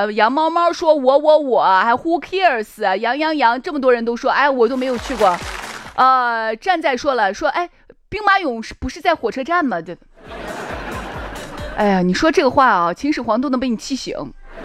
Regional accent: Shaanxi, China; 但是我们陕西人就会觉得近处无风景吗？我随时随地都能看，所以我一直没看。30多岁

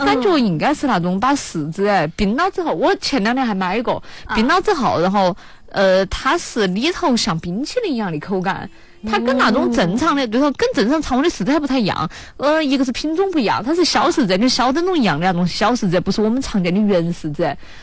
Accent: China; 我们中国人独有那种秋日里美好的浪漫

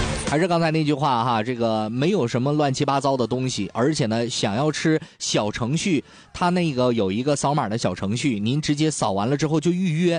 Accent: Dalian, Liaoning, China; 咱们大连人的口味呢也是这样，不喜欢吃特别咸的。

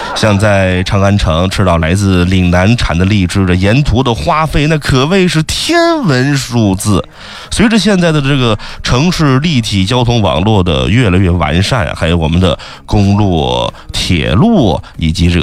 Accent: Xinjiang, China; 我作为土生土长的新疆孩子

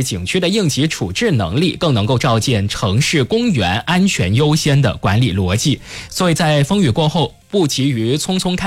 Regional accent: Huizhou, Guangdong, China

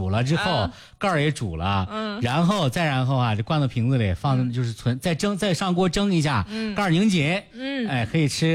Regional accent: Shanxi, China; 我们山西人夏天的仪式就要来了。

